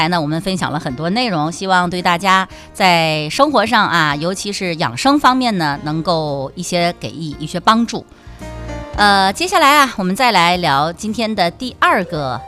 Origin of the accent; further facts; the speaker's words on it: Northeast China, China; 咱们东北话